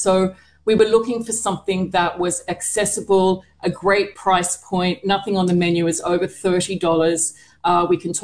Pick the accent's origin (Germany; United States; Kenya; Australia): Australia; moved away as an adult; also born or lived in Singapore; I'm Australian, obviously. But I haven't lived there for a long time. I've spent probably more time in Singapore than I have as an adult in Australia.